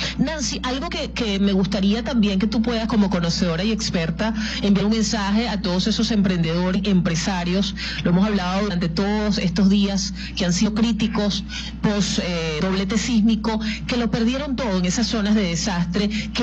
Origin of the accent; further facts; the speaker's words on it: Venezuela; como venezolanos, bueno, estamos tratando de reconstruir